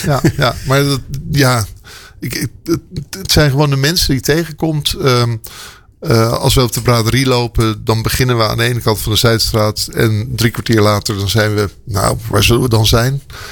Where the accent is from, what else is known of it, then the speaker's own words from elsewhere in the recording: Oegstgeest, South Holland, Netherlands; now in Aalsmeer, Netherlands; Nee, ik ben er eentje van Ali en Bert. En dat waren mensen uit Oegstgeest. Preciezer, Bert kwam uit Lisse en Ali kwam uit Sassheim. En ik uit Oegstgeest.